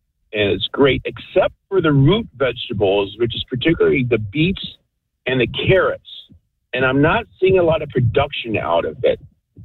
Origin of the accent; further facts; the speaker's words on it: Michigan, United States; now in Oxford, United States; So I live up in Oxford. I'm originally from Michigan, and I'm not used to all of this hot weather that's been going on for the last 2 months.